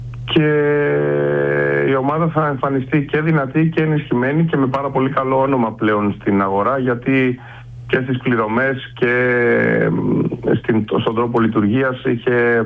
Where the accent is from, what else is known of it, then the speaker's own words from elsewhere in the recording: Kalamata, Peloponnese, Greece; also born or lived in Mani; Γεννήθηκα στην Καλαμάτα.